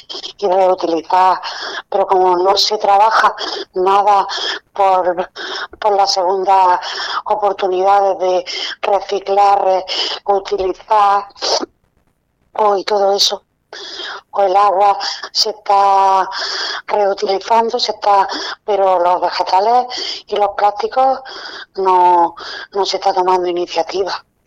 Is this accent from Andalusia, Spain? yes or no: yes; Almería, Andalusia, Spain; los que somos de Almería y conocemos la feria, la hemos vivido desde niños.